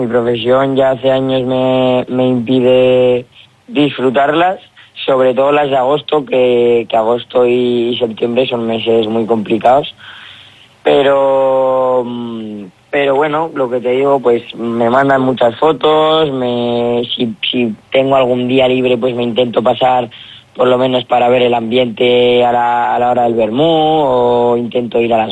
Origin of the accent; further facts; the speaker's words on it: Biota, Aragon, Spain; Yo quiero mucho a la gente de mi pueblo